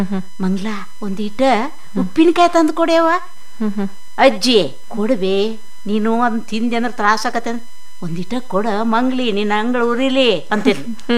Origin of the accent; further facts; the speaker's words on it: Bagalkot, Karnataka, India; born there; now in Belagavi, India; ನನ್ನ ಬಾಲ್ಯದಲ್ಲಿ ನಾನು ಸಕ್ರಿ ಹೈಸ್ಕೂಲ್ ಬಾಗಲಕೋಟದಲ್ಲಿ ಪ್ರೈಮರಿ